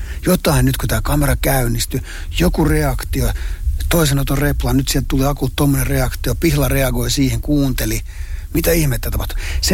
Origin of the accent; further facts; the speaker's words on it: Nurmijärvi, Uusimaa, Finland; No mä oon Nurmijärveltä, niin mua on nyt kiinnostettu Aleksis Kiven Seitsemän veljestä